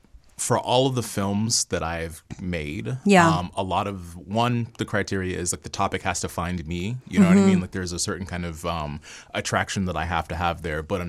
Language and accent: English; Lowell, Massachusetts, United States; the Lowell High School in Massachusetts, my hometown